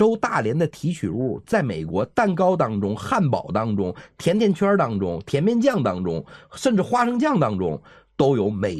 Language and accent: Chinese; China; 你看按道理讲他们的胃病应该比我们中国人还多才对